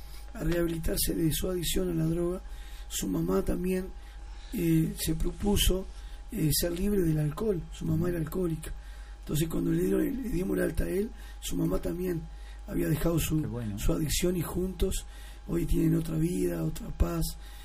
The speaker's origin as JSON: {"language": "Spanish", "region": "Canelones", "country": "Uruguay", "also_born_or_lived": "San Luis", "said": "yo soy de la Costa de Oro"}